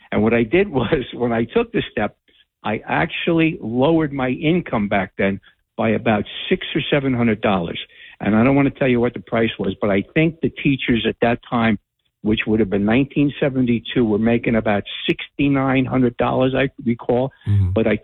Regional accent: Jersey City, New Jersey, United States; growing up in Jersey City

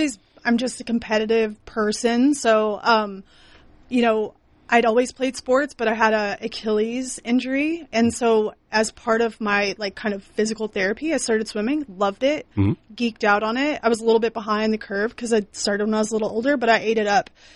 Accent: Amarillo, Texas, United States; Yeah. My parents were not originally, but grew up my whole life here. I've lived in other places, but Amarillo's certainly the most home that I've ever known.

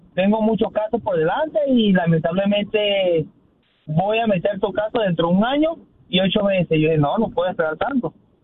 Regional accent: Venezuela; Yo me casé con una ciudadana, soy venezolano.

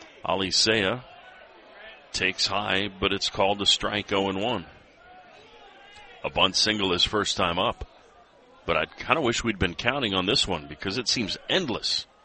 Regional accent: Fort Collins, Colorado, United States; And my hometown of Fort Collins, Colorado, had a set of train tracks that basically ran parallel to the busiest street in town, College Avenue.

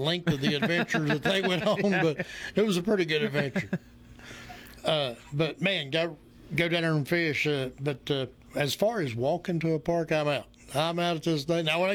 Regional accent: Bristol, Tennessee, United States; when I was a kid, I grew up near Tennessee High School in Bristol, okay? Well, down on Boone Lake, where Beaver Creek empties into Boone Lake, right in that area

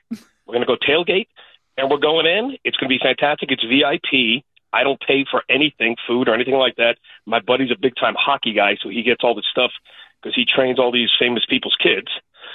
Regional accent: United States; moved away; I'm originally from New York, but been out here a long time.

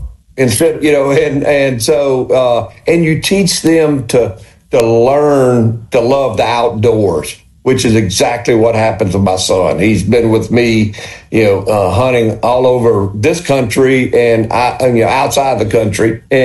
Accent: Mississippi, United States; I grew up in Walthall County on a farm

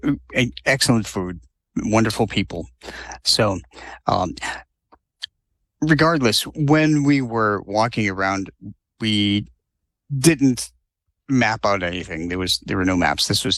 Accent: New England, United States; born or raised there

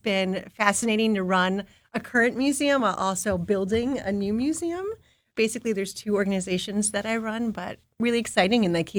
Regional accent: Miami, Florida, United States; also born or lived in Chicago / Wisconsin; now in Milwaukee, United States; I lived in Wisconsin for 16 years. I'm originally from Miami. Prior, I lived in Chicago for 10 years, so I consider myself Midwestern.

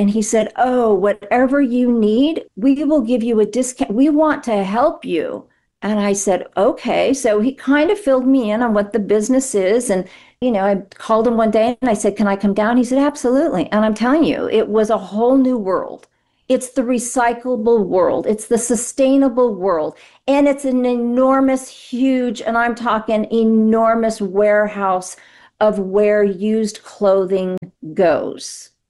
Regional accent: Las Vegas, Nevada, United States; Yeah, I'm from Vegas.

